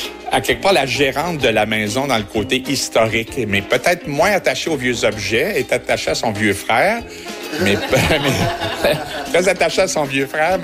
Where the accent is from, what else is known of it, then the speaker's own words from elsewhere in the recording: Matane, Quebec, Canada; born there; also born or lived in Montreal; je suis né à Matane. J'habite à Matane après un long détour à Montréal.